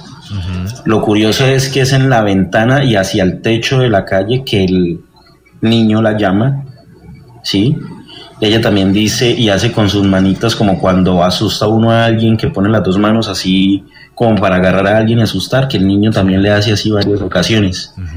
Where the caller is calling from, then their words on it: Bucaramanga, Santander, Colombia; desde Bucaramanga.